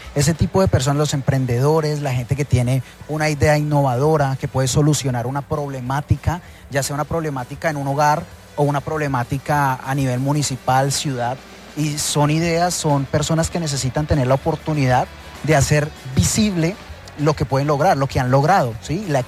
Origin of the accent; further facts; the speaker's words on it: Llanos Orientales, Colombia; nosotros como llaneros, como nuestra región